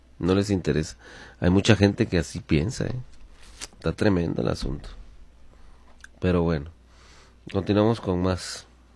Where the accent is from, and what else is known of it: Mexico